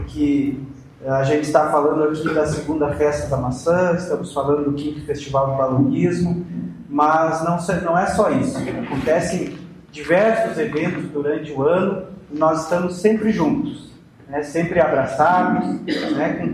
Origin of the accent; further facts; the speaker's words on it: Vacaria, Rio Grande do Sul, Brazil; nós moramos em Vacaria e que nós somos de Vacaria.